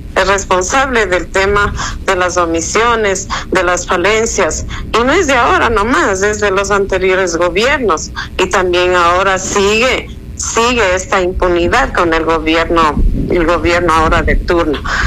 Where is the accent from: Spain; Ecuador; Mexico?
Ecuador; O sea, no hay garantías para nosotros como ecuatorianos.